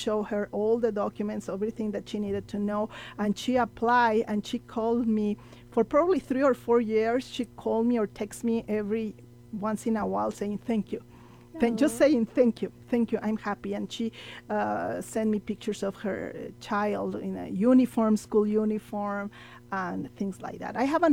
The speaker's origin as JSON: {"language": "English", "town": "El Paso", "region": "Texas", "country": "United States", "said": "So those are the stories that we love to hear here in El Paso. Since I am from El Paso, I have a very special interest in hearing those successful stories"}